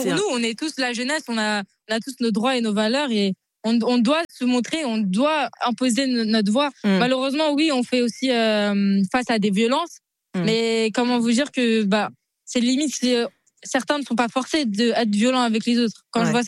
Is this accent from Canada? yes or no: no; Île-de-France, France; Je viens du 94.